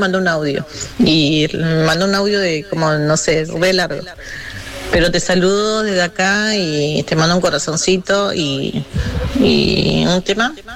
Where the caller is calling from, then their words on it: Comodoro Rivadavia, Chubut, Argentina; de Comodoro Rivadavia.